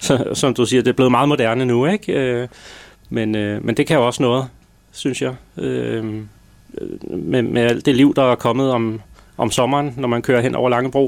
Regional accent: Copenhagen, Capital Region of Denmark, Denmark; Jeg er født inde på Sundholm. Dengang det var der barselsafdeling derinde. Og så i min børnedag, der er jeg opvokset inde på Islands Brygge i Egilsgade. Nede ved Toft vinhandel ovenover der.

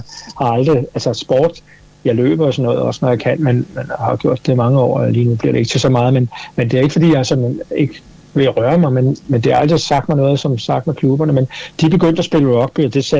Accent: Copenhagen, Capital Region of Denmark, Denmark; jeg føler mig rigtig godt hjemme på Amager. Jeg elsker Amager.

